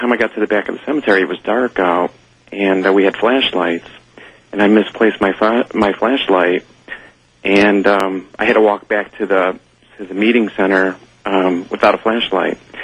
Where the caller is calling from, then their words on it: Atlanta, Georgia, United States; I'm in Atlanta, Georgia.